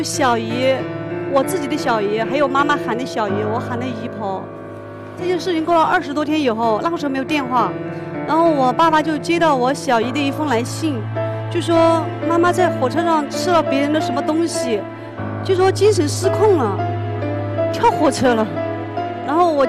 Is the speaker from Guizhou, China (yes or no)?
yes; Guizhou, China; 我来自于贵州的山区里面，我现在是一名美甲师。